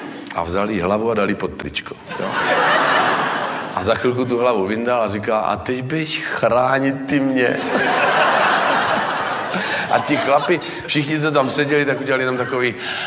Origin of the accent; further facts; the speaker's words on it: Třebíč, Vysočina Region, Czechia; born there; kterou jsme jeli po Třebíči po mém rodném městě